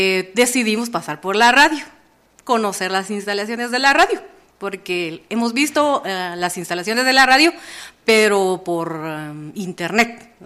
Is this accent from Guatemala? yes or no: yes; Las Delicias, Guatemala; Venimos de Aldea Las Delicias, allá vivimos, allá trabajamos y allá escuchamos la radio cultural.